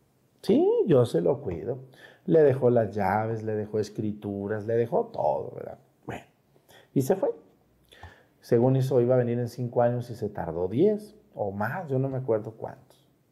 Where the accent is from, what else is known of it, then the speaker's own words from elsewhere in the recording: Mexticacán, Jalisco, Mexico; moved away; ese señor tenía un rancho ahí cerca de mi pueblo, en Mexicacán.